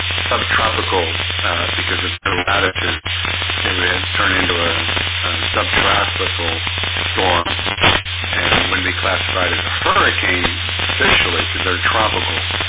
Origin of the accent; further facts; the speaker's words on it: Florida, United States; moved away; we're originally from Southeast Florida and been through a number of different storms over the years.